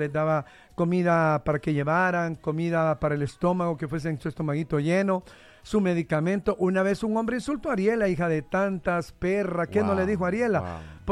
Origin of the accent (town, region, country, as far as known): Honduras